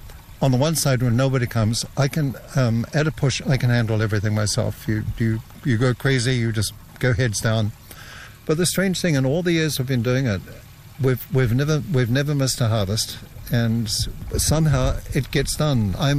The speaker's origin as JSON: {"language": "English", "country": "New Zealand", "tie": "born or raised there", "said": "I grew up in New Zealand. And in New Zealand, as a post-war baby, we grew up in a much more frugal society than we are now."}